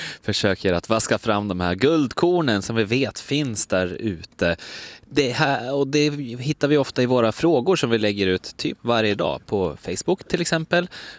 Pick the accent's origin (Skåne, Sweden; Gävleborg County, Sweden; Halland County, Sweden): Gävleborg County, Sweden; Järvsö; Ljusdal, mina hemtrakter, Järvsö, Ljusdals kommun.